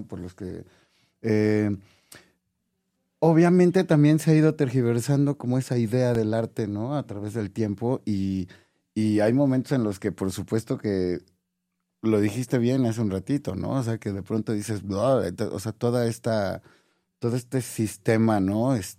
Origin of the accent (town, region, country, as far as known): Mexico